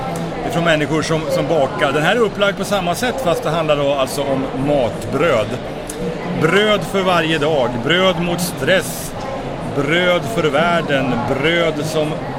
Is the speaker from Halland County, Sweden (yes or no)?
no; Gävle, Gävleborg County, Sweden; now in Karlstad, Sweden; Jag kommer ursprungligen från Gävle, men jag bor i Karlstad sedan 17 år tillbaka